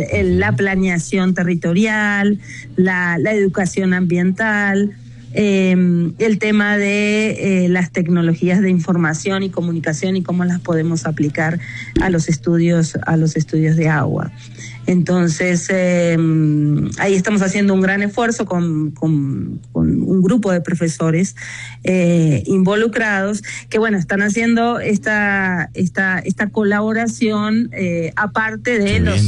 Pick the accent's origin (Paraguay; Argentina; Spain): Argentina; accent: Argentine; now in Colombia; Sí, claro. Soy argentina, pero hace 20 años que trabajo aquí en la Universidad Antonio y Nariño, aquí en Colombia.